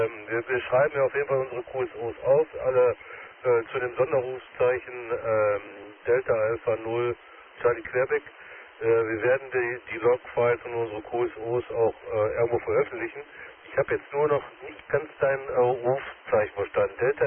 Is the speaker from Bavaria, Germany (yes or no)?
no; Schwerte, North Rhine-Westphalia, Germany; Ja, ich komme selber persönlich aus Schwerte, habe da keine Probleme mit.